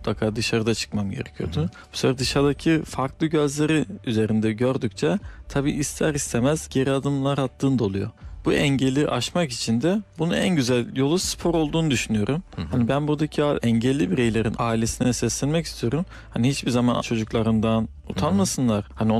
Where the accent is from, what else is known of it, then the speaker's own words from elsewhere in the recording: Kırıkkale, Turkey; born there; 1989 Kırıkkale doğumluyum.